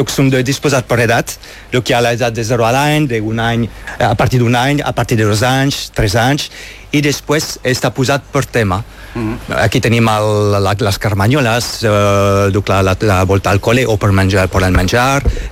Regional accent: Mons, Wallonia, Belgium; also born or lived in France; now in Catalonia, Spain; de Mons, una ciutat petita de 100.000 habitants que està en la província de Hainaut.

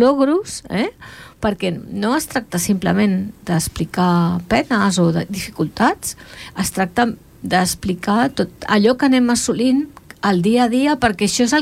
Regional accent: Peru; moved away as an adult; Yo en mi país, Perú, hice educación especial. Y por un momento aquí, como que esa idea ya se me fue por unos instantes.

